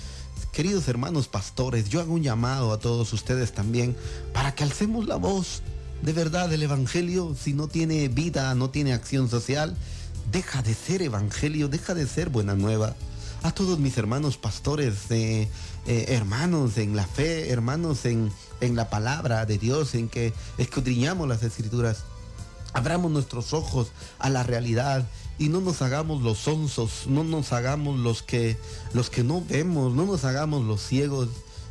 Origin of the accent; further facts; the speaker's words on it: Baja Verapaz, Guatemala; now in Alta Verapaz, Guatemala; Yo no soy de Alta Verapaz, pero yo ya me considero vecino de Alta Verapaz. Yo soy de Baja Verapaz